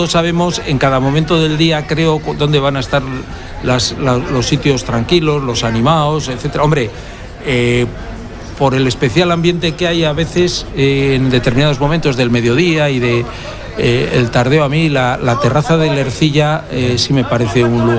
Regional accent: Bilbao, Basque Country, Spain; Bueno, pues como yo creo que como bilbaíno que soy, siempre con intensidad, pero con tranquilidad también, por ser también un bilbaíno que ya ha dado el cabo de hornos de los 60 años

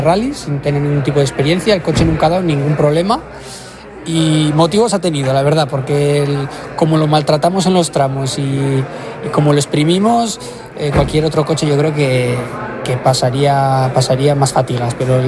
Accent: Pamplona, Navarre, Spain; Soy de Pamplona toda la vida

